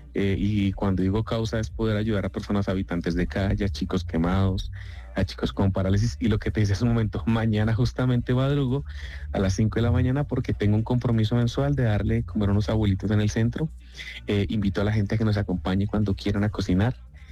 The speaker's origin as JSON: {"language": "Spanish", "region": "Bogotá", "country": "Colombia", "said": "Así que soy un bogotano que ama el sueño de vivir de la música, por difícil que parezca."}